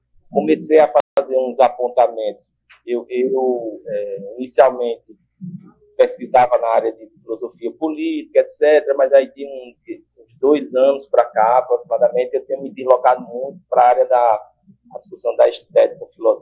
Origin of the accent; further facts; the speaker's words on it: Caruaru, Pernambuco, Brazil; Eu sou daqui de Pernambuco, de Caruaru, aqui perto de Recife, cerca de uma hora e meia da capital aqui de Recife. Sou professor de educação básica de filosofia, tenho 18 anos aproximadamente